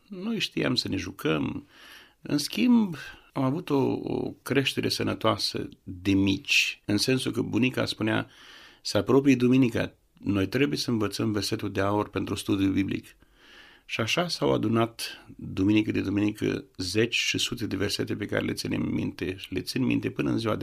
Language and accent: Romanian; Negreni, Botoșani County, Romania; born there; Am crescut într-o familie de credincioși. M-am născut în Negreni, județul Botoșani, poate că mai cunoașteți pe alții născuți acolo, într-o familie de baptiști